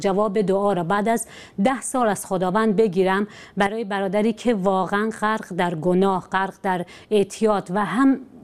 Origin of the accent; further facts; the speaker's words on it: Iran; من شخصی هستم ایرانی که در یک خانواده ایرانی و در یک خانواده کاتولیک به دنیا اومدم.